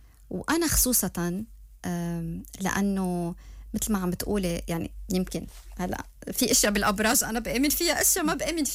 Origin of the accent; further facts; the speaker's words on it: Lebanon; يعني أنا طول عمري بلبنان، كبرت بلبنان بين صيدا وبيروت وجزين، هيدا الفايب تبعيتي